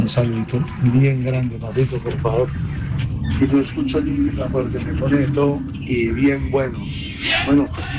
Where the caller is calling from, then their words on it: Antofagasta, Chile; Es el terror de las mujeres casadas aquí en Antofagasta.